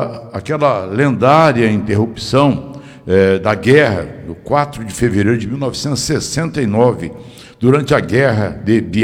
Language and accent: Portuguese; Brazil